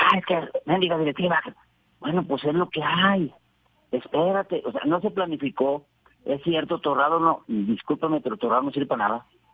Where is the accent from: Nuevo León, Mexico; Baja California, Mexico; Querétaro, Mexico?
Nuevo León, Mexico; Monterrey; yo soy de Monterrey, ¿va?